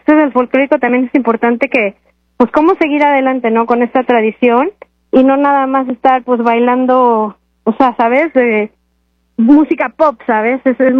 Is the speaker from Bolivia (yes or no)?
no; Mexico; moved away; todas somos mexicanas